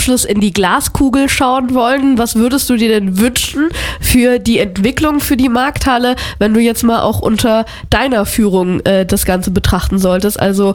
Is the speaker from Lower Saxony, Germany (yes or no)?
no; Saarland, Germany; als Saarländerin